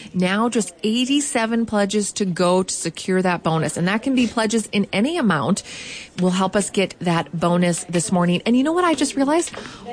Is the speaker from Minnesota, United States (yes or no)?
yes; Minnesota, United States; I'm from Minnesota.